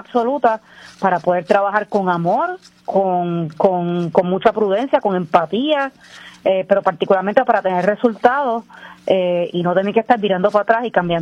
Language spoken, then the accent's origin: Spanish; Puerto Rico; Yo soy de Cupey, Puerto Rico. La cuna de Tito Trinidad.